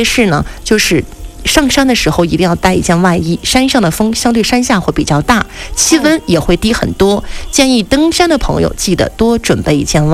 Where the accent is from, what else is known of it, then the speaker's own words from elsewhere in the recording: Xilinhot, Inner Mongolia, China; 我是一个地地道道土生土长的锡林浩特人，所以我在这里真的是爱也爱不够。